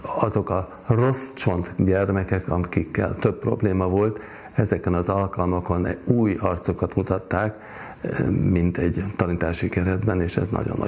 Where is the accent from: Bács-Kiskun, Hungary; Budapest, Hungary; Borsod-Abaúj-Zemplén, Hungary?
Budapest, Hungary; born there